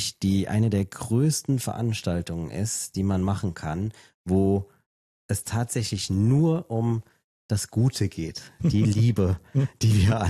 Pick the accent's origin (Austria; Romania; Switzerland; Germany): Germany; Trier, Rhineland-Palatinate; Ja, Maurice, weil das meine Heimatstadt ist. Wusstest du das?